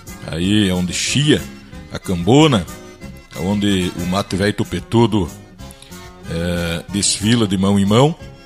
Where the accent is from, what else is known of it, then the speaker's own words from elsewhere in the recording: Roque Gonzales, Rio Grande do Sul, Brazil; now in Colônia Limeira, Brazil; Somos crias do Salto Pirapó. E depois fomos adotados pela Colônia Limeira, onde eu vivo até hoje. Colônia Limeira é minha terra e adoro essa querência aqui, né? Adoro muito a querência de Colônia Limeira.